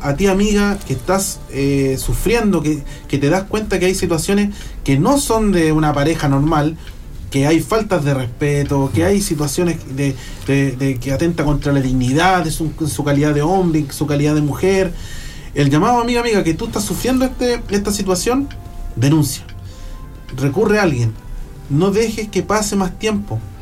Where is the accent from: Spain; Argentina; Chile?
Chile; como chilenos que queremos celebrar